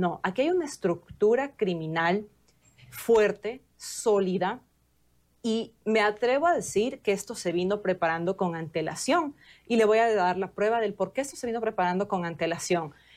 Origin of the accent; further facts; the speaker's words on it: Ecuador; no podemos seguir como ecuatorianos pretendiendo